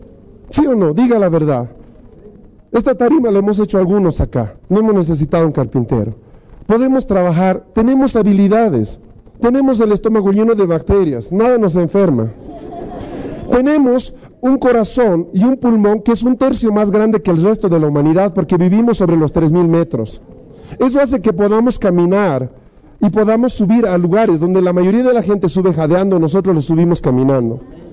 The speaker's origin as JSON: {"language": "Spanish", "country": "Bolivia", "said": "no hay problema, somos bolivianos, podemos resolverlo."}